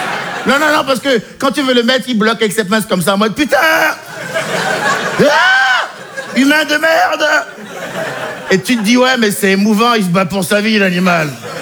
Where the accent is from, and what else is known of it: Benin; born or raised there